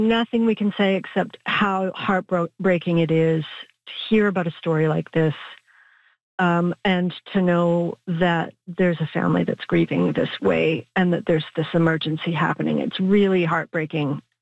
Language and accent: English; Canada; This is one of the things about being Canadian